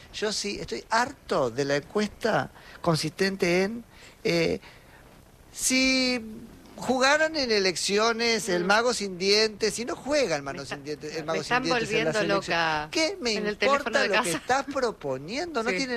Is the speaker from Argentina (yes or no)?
yes; Argentina; O sea, pagamos carísimo como argentinos, independientemente de los resultados